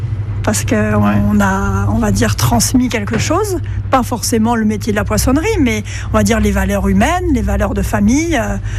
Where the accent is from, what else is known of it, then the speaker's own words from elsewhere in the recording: Brittany, France; Je suis bretonne à la base